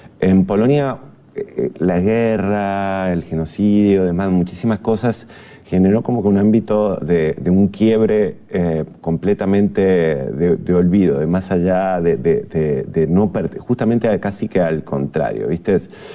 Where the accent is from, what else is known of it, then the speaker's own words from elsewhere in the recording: Uruguay; also born or lived in Poland; now in Madrid, Spain; viviendo en Madrid, con Uruguay, con cada cosa que toco aquí, yo es como me siento que un absoluto uruguayo, también me siento muy madrileño, ya vivo hace 27 años